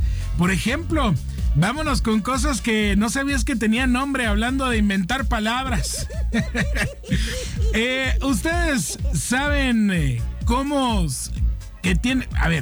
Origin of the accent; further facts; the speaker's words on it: Orizaba, Veracruz, Mexico; Te recomiendo mi tierra, Orizaba, Veracruz.